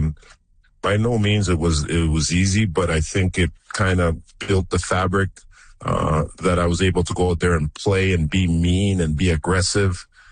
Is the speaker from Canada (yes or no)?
yes; Toronto, Ontario, Canada; growing up in Toronto at that time